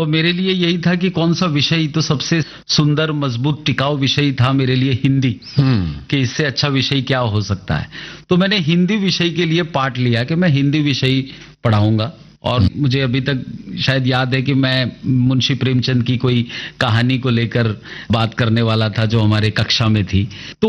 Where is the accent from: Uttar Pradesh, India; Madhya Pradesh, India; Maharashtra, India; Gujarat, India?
Gujarat, India; Ahmedabad; वो हमारे अहमदाबाद में ही, अहमदाबाद